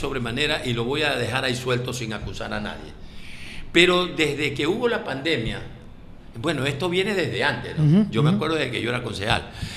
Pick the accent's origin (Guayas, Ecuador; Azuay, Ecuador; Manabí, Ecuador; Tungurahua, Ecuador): Manabí, Ecuador; Manta; Yo nací en Manta, en el barrio Cristo Rey, pues. En la parroquia Tarque, ahí me crié.